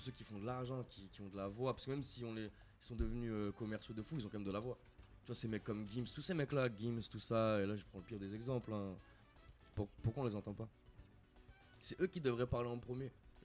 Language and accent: French; Sevran, Île-de-France, France; moved away; Là d'où je viens, dans la Sevran